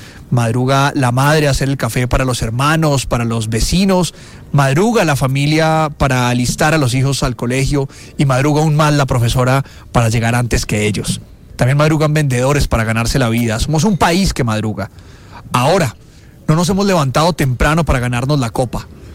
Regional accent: Colombia; Siento que durante mucho tiempo y sobre todo recientemente ha habido muchas cosas que nos han dividido como colombianos, que nos han mantenido alejados los unos de los otros

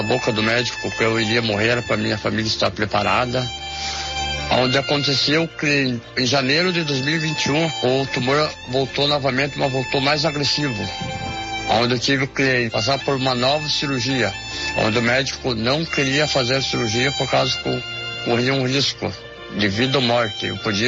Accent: Timbó Grande, Santa Catarina, Brazil; sou da cidade de Timbó Grande, Santa Catarina, congrego na Igreja Pentecostal Deus e Amor.

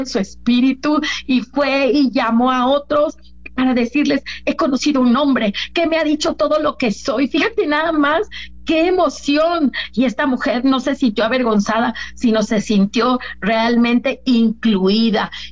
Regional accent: Mexico; al igual que toda nuestra nación mexicana

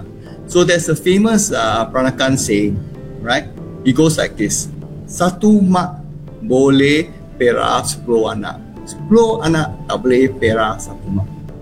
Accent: Singapore; We grew up together. We are both from St. Gabriel's, Hougang boys.

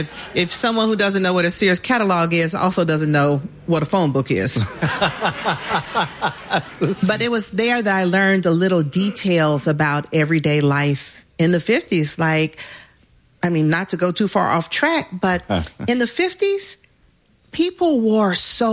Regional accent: Atlanta, Georgia, United States; also born or lived in New York; That's my hometown. Atlanta is sophisticated. We are Southern and we are sophisticated.

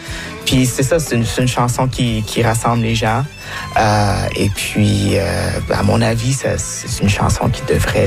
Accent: Ontario, Canada; C'est intéressant parce que c'est ça, je viens du nord de l'Ontario.

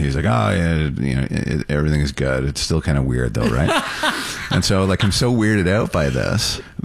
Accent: Sudbury, Ontario, Canada; I'm from Sudbury.

